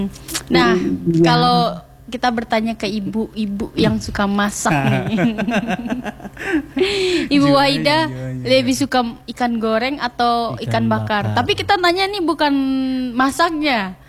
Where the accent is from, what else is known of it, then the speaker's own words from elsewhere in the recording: Padang, West Sumatra, Indonesia; di daerahku tuh di Padang